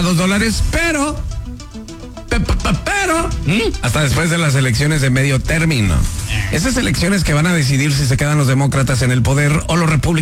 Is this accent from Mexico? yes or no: yes; Mexico; Además, no sé qué quiere decir Mexican. Soy mexicana.